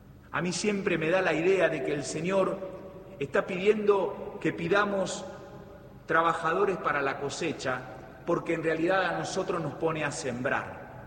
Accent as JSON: {"language": "Spanish", "country": "Argentina", "said": "como argentinos podamos reconstruir los vínculos"}